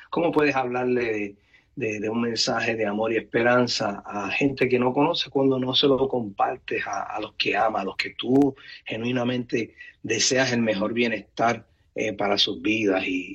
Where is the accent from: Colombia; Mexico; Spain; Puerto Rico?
Puerto Rico; simple hijo de Dios, criado en el Evangelio, padres pastores, ¿verdad? Somos de acá, de Puerto Rico, de profesión ingeniero